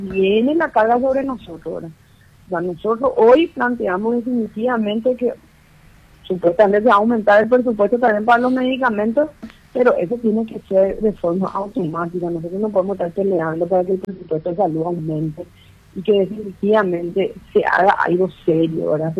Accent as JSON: {"language": "Spanish", "country": "Paraguay", "said": "Hoy nosotros como paraguayos"}